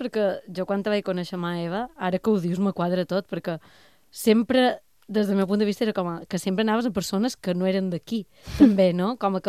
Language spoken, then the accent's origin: Catalan; Mallorca, Balearic Islands, Spain; som mallorquina